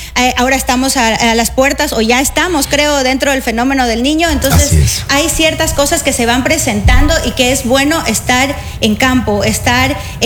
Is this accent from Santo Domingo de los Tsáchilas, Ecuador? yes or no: yes; Santo Domingo, Santo Domingo de los Tsáchilas, Ecuador; mi papá no es de aquí, mi papá es de La Tacunga y él se quedó aquí.